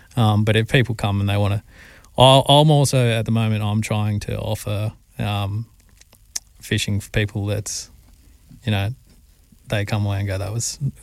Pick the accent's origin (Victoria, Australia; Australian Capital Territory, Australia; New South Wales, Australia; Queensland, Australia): Australian Capital Territory, Australia; Canberra; now in Darwin, Australia